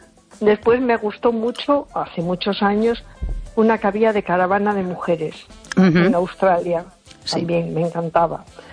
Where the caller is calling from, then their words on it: A Coruña, Galicia, Spain; Hola, buenas noches. … de Coruña.